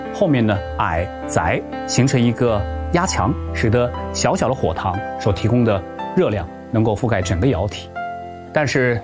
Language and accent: Chinese; Jingdezhen, Jiangxi, China; 我小时候在住在我奶奶家龙船弄